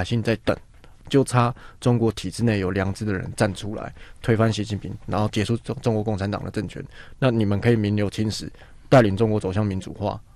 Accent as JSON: {"language": "Chinese", "country": "Taiwan"}